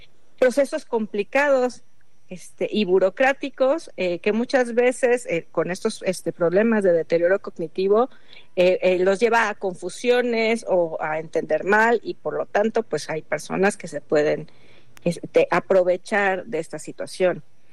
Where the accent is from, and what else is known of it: Mexico